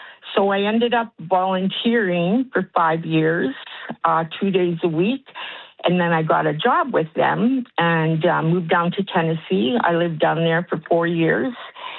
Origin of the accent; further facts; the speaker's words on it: Edmonton, Alberta, Canada; now in Manitoba, Canada; I'm originally from Edmonton